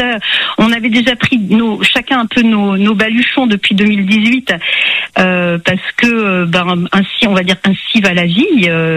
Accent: Grand Est, France; moved away as an adult; now in Gers, France; je suis vraiment originaire d'Alsace

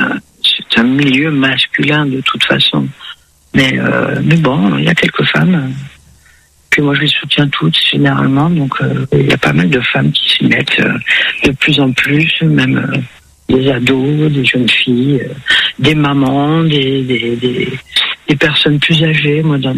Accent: northern France, France; now in Nébian, France; Et c'était ce côté artistique de la petite famille du nord de la France, parce que je viens du nord de la France.

